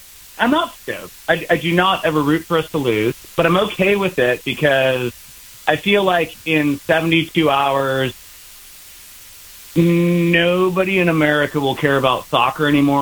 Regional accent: Orangevale, California, United States; I grew up in Orangevale.

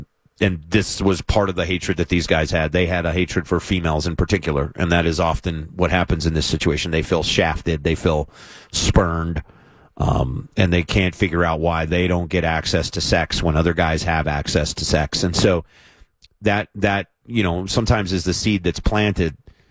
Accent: United States

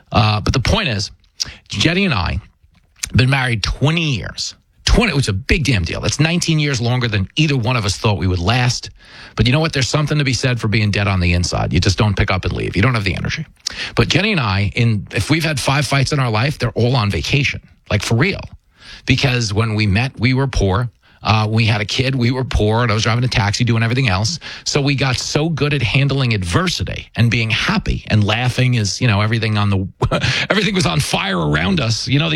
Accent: Levittown, New York, United States; When I was raised in Levittown, New York, Strong Island. Okay, I was growing up in the 80s.

